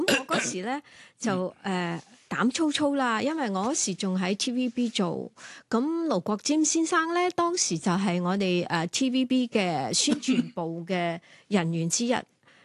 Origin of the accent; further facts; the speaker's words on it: Hong Kong; 我系香港人嚟噶嘛，